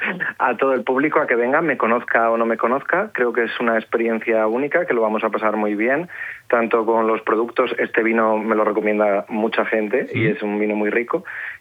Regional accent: León, Castile and León, Spain; soy de León

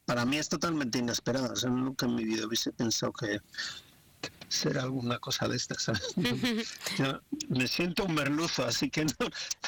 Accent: Valladolid, Castile and León, Spain; soy de Valladolid, me he criado en Valladolid, he vivido prácticamente toda la vida en Valladolid, he estudiado en la Escuela de Arte de Valladolid

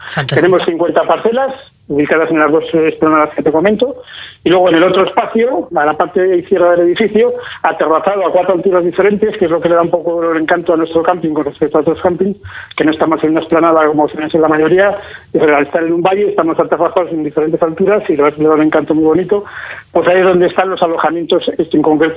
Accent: Pradoluengo, Castile and León, Spain; Somos de aquí, de Pueblo Natal, somos de Natales de Pradoluengo

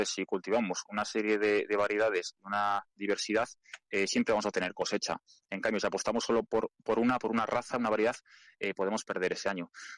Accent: Villalcázar de Sirga, Castile and León, Spain; Sí, mira, tengo 28 años y bueno, mi pueblo es Villalcázar de Sirga, que está en Tierra de Campos de Palencia.

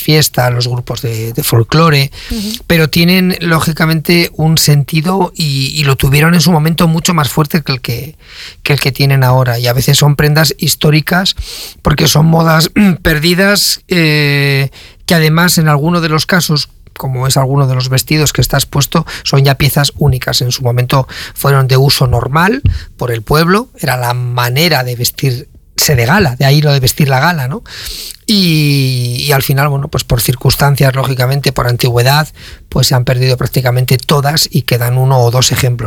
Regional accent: Palazuelos de la Sierra, Castile and León, Spain; en mi pueblo en Palazuelos

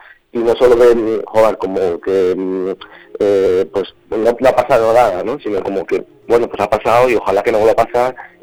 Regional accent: Zamora, Castile and León, Spain; tres amigos, que somos de aquí de Zamora

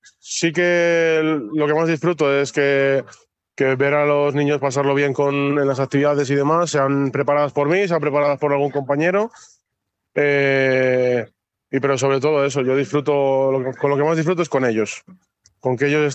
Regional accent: Ponferrada, Castile and León, Spain; moved away as an adult; now in Barcelona, Spain; en Barcelona actualmente porque trabajo allí y ya vengo desde allí. Lo que pasa es que yo, como soy de aquí, yo soy de aquí de Ponferrada.

